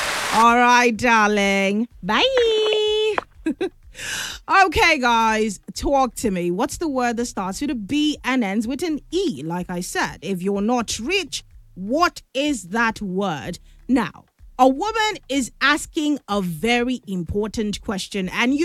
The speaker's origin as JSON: {"language": "English", "country": "Nigeria"}